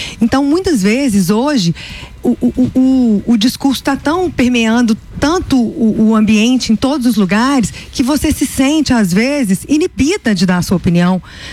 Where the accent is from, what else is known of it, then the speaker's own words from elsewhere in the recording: Belo Horizonte, Minas Gerais, Brazil; eu sou de BH, da capital.